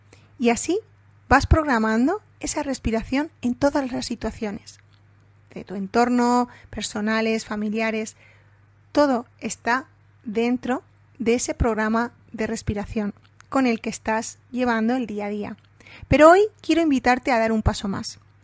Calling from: Balearic Islands, Spain; Un placer saludarlos desde España, aquí en Mallorca, Islas Baleares.

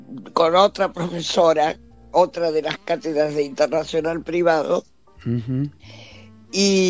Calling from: Martínez, Buenos Aires Province, Argentina; De Martínez, de Capital.

